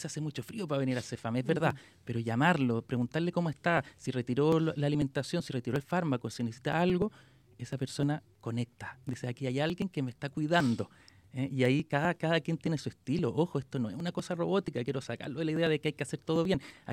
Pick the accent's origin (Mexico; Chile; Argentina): Chile; San Vicente de Tagua Tagua, O'Higgins; yo soy sanvicentano, estoy trabajando para mi pueblo, para mi gente.